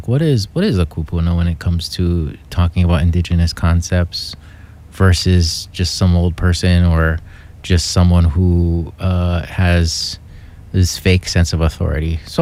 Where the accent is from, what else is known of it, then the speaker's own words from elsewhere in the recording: Hawaii, United States; my responsibility as a Hawaiian